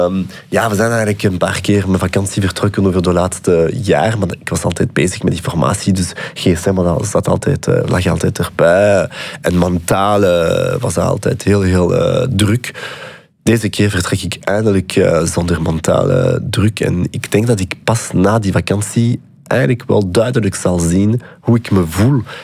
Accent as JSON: {"language": "Dutch", "region": "Wallonia", "country": "Belgium", "second_language": "Dutch", "lives_now": "Brussels, Belgium", "said": "Aanvankelijk kom ik uit Wallonië, waar het Nederlands echt een vreemde taal is. Mm-hmm. Dus toen ik hier in Brussel aankwam, kon ik eigenlijk geen sikkepit worden in het Nederlands spreek."}